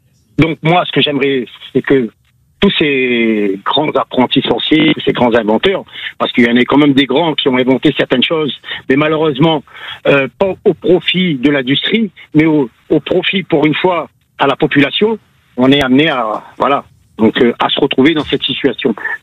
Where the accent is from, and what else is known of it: Réunion; now in Canet-en-Roussillon, France